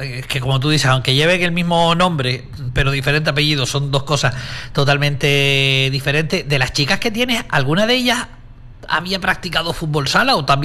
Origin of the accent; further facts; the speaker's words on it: Playa Blanca, Canary Islands, Spain; soy de abajo de Playa Blanca